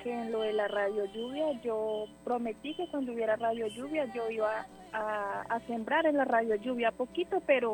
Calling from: Chaparral, Tolima, Colombia; No, señor, Chaparral, Tolima.

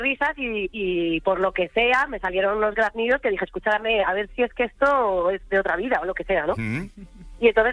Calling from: Vigo, Galicia, Spain; siendo viguesa

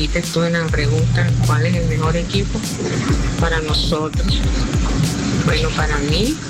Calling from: Colombia; la Selección Colombia, ¿sabes? Porque es de mi tierra patria

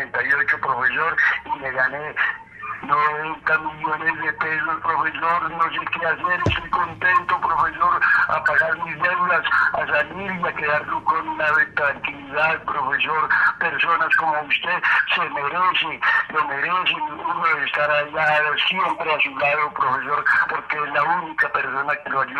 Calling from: La Capilla, Boyacá, Colombia; Aquí, de la Capilla Boyacá, profesor.

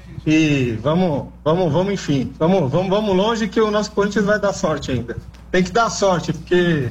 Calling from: Mairiporã, São Paulo, Brazil; Eu moro em Mairiporã, agora eu tô voltando pra Mairiporã aqui.

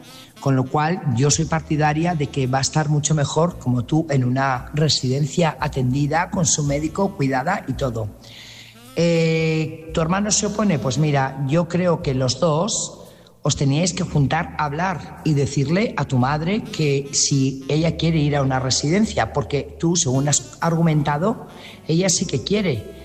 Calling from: Burgos, Castile and León, Spain; corresponsal de Burgos.

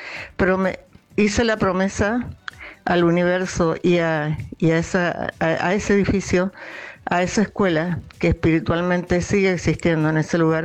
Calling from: Reconquista, Santa Fe, Argentina; de Reconquista, Santa Fe.

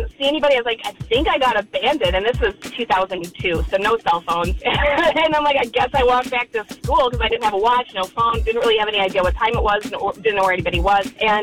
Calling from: Green Bay, Wisconsin, United States; Green Bay.

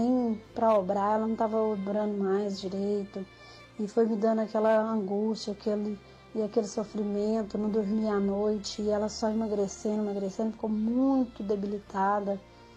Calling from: Araguari, Minas Gerais, Brazil; moro em Araguari, Minas Gerais.

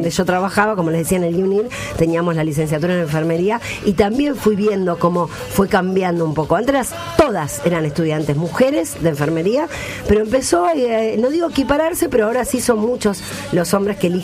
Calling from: Acebal, Santa Fe, Argentina; de Acebal, no te vayas muy lejos.

